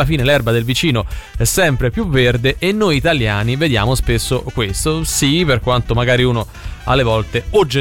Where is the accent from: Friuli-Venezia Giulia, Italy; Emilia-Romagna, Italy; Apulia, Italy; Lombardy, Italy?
Lombardy, Italy; Milan; Io sono di Milano